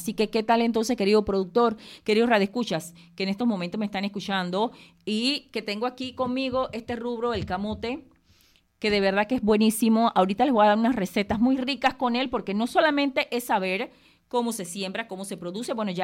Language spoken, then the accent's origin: Spanish; Panama